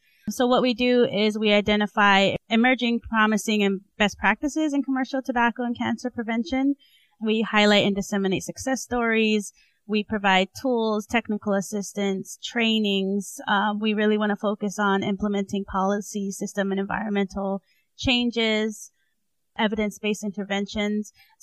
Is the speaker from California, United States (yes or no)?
no; Hawaii, United States; Yeah, well, I grew up in Hawaii. And I'm an enrolled member of the Gila River Indian community. So my family is actually from Arizona